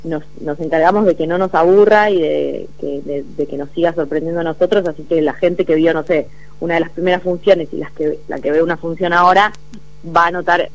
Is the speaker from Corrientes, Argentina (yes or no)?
no; Balcarce, Buenos Aires Province, Argentina; now in Buenos Aires, Argentina; yo soy de Balcarce, claro, que es una ciudad pequeña, no tenía teatro